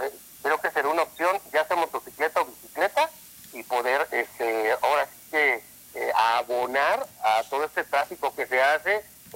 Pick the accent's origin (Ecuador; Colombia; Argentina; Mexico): Mexico; somos ciudadanos, los mexicanos nos catalogan por romper todas las reglas.